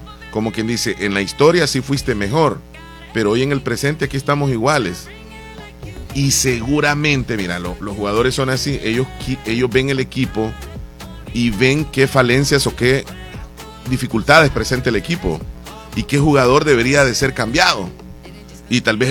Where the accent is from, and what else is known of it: El Salvador